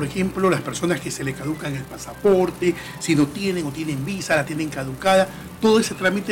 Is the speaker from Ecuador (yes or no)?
yes; Ecuador; como ecuatoriano, como ciudadano interesado en acudir a un mundial